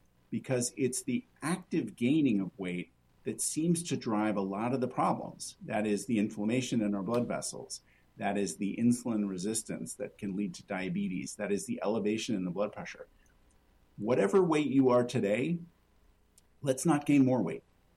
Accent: New York, United States; I'm a New Yorker as well.

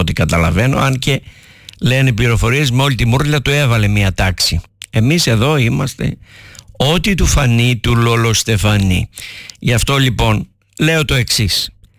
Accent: Patras, Western Greece, Greece

